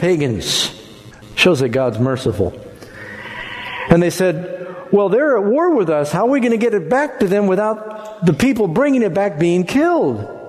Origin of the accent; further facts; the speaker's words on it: New York City, New York, United States; That was amazing to me because I grew up in New York City where pigeons are like dust.